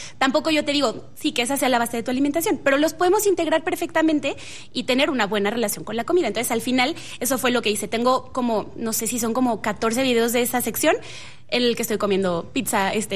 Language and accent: Spanish; Mexico; como mexicanas, como mexicanos, tenemos la gran fortuna de tener la tortilla como base de nuestra alimentación